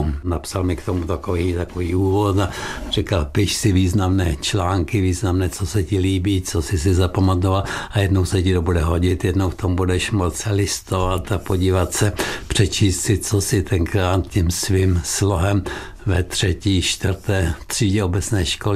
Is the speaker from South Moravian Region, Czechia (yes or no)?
no; Liberec, Liberec Region, Czechia; born there; also born or lived in Žamberk / Letohrad; Je to tak, narodil jsem se v Jamberku a bydleli jsme v Letohradě, tehdy se to jmenovalo Kišperk. A teprve po válce v roce 1947 se rodiče rozhodli odstěhovat do Liberce a tam jsem teprve potom chodil také do školy.